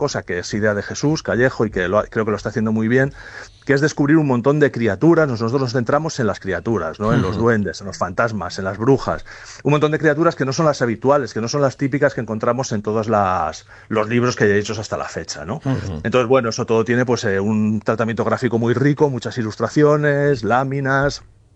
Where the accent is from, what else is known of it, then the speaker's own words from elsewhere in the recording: Salamanca, Castile and León, Spain; yo soy de Salamanca, que soy el ilustrador